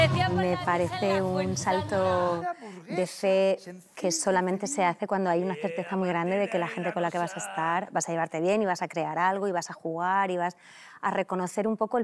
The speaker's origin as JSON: {"language": "Spanish", "region": "Region of Murcia", "country": "Spain", "accent": "Murcian", "said": "he podido explorar este lugar de mi tierra que es el acento murciano, que me encanta y que, bueno, durante mucho tiempo ha sido algo muy íntimo"}